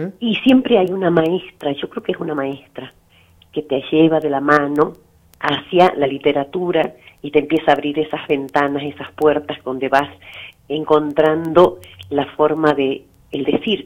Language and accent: Spanish; San José, Catamarca, Argentina; moved away as an adult; now in Santa Cruz, Argentina; Por acá ahora estoy en Santa María, Catamarca. En San José, un pueblito más pequeño, que es donde vivía mi madre. Bien. Donde pasé mi infancia y mi juventud antes de viajar a Santa Cruz.